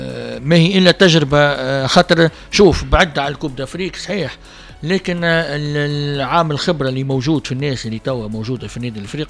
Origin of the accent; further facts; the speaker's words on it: Tunisia; كتونسي ونادي رياضي الصفاقسي